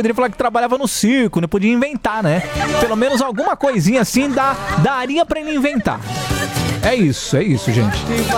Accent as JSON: {"language": "Portuguese", "town": "Itu", "region": "São Paulo", "country": "Brazil", "tie": "born there", "said": "Eu nasci em Itu."}